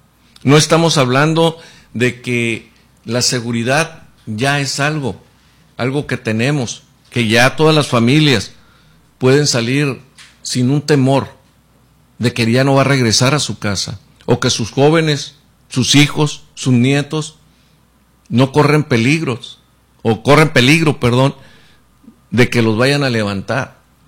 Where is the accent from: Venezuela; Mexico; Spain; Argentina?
Mexico; Creo que el gran problema es qué estamos haciendo todos como mexicanos.